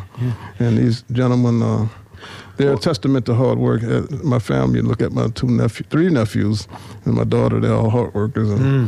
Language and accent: English; New Orleans, Louisiana, United States; since I came from New Orleans and all of the generations who innovated jazz were still alive